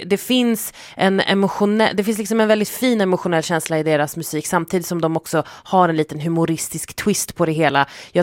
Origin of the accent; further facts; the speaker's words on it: Sweden; tycker jag i alla fall som svensk